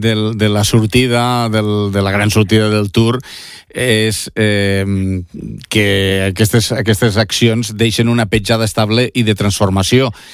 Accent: Catalonia, Spain; com a catalans

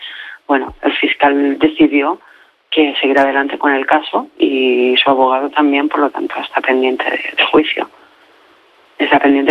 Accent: Valencian Community, Spain; Nosotros somos valencianos.

